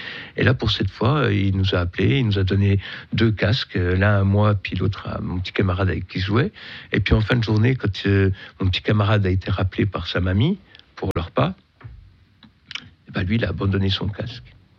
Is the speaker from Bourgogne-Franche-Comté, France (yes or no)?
yes; Besançon, Bourgogne-Franche-Comté, France; Moi, mon père, il a connu l'Exode. On est de Besançon.